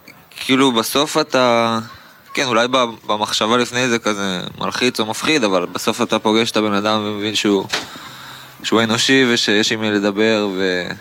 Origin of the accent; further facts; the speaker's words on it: Tzippori, Northern District, Israel; אני בן 19, מציפורי.